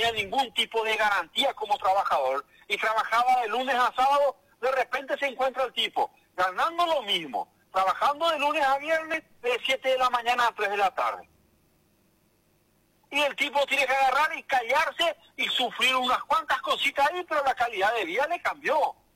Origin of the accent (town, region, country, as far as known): Paraguay